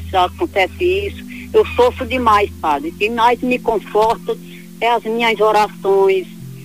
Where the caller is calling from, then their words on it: Picos, Piauí, Brazil; Eu falo de Picos do Piauí.